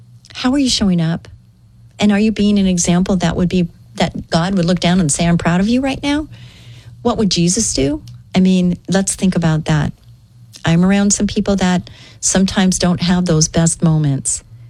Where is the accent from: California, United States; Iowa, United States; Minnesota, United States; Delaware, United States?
California, United States; born or raised there